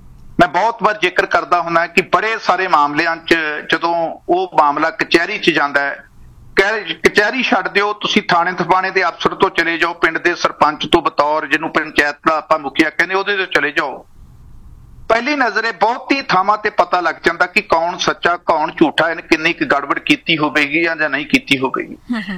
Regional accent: Punjab, India; ਅਸੀਂ ਪੰਜਾਬ ਦੇ ਲੋਕਾਂ ਨੇ 125 ਦਿਨ ਦੀ ਭੁੱਖ ਹੜਤਾਲ ਵੀ ਵੇਖੀ ਹੈ

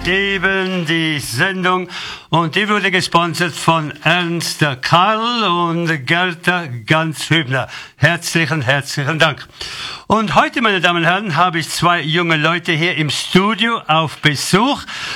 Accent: Reutte, Tyrol, Austria; So, du wohnst noch in Reutte, in Tirol, wo ich geboren bin und aufgewachsen bin, stimmt das?

